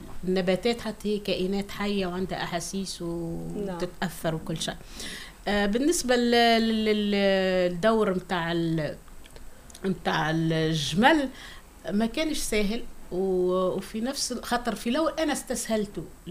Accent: southern Tunisia, Tunisia; أنا أصلي من الجنوب

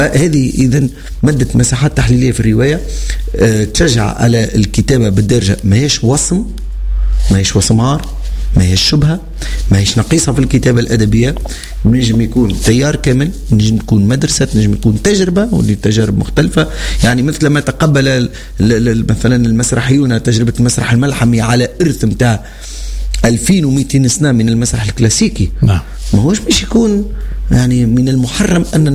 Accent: Tunisia

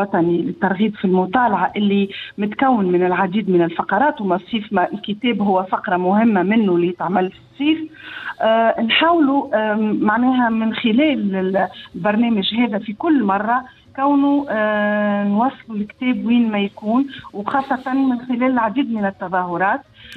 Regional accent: Tunisia; بلادنا تونس

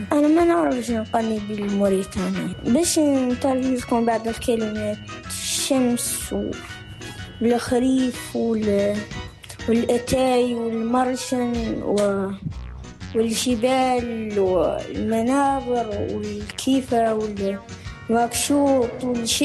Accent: Mauritania; now in Tunisia; موريتانيا، نقرأ في تونس في مدرسة عمومية. أمي موريتانيا وأبويا موريتاني وأنا مربوط في موريتانيا. تعلمت العربية عند أهلي.

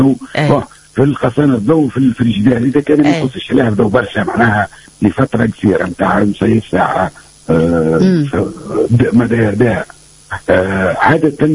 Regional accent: Tunisia; احنا عندنا في تونس

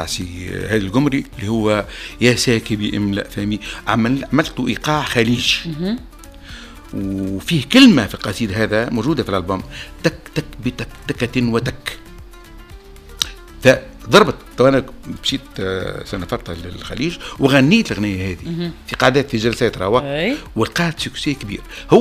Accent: Tunisia; أنا راني تونسي تونسي هنا

